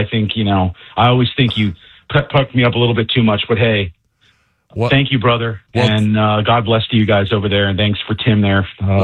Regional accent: Tampa, Florida, United States; You know, I grew up here originally in Tampa, and everything was Yankees then.

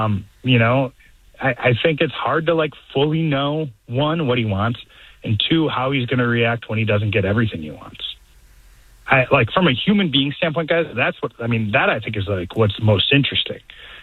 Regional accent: Chicago, Illinois, United States; now in Los Angeles, United States; I'm from Chicago, but home for me, but home for me is Los Angeles now.

